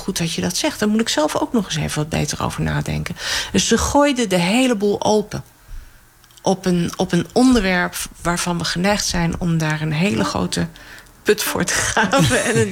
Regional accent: Harderwijk, Gelderland, Netherlands; Ik ben atheïstisch opgevoed in Harderwijk.

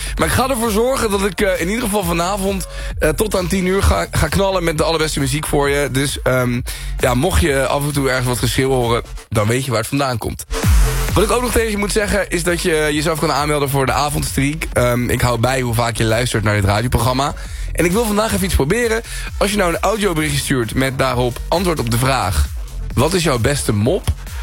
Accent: Colombia; moved away; Nou, kom ik uit Colombia, nou voel ik me altijd heel erg verbonden met dat land.

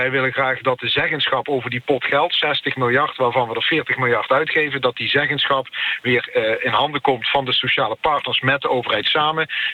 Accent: Limburg, Netherlands; ik ben Limburger

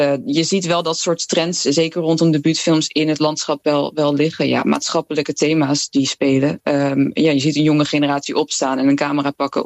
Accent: Netherlands; Dat water, het spreekt natuurlijk zo erg aan op iets wat je, denk ik, als Nederlander ergens in je onderbuik wel heel erg voelt.

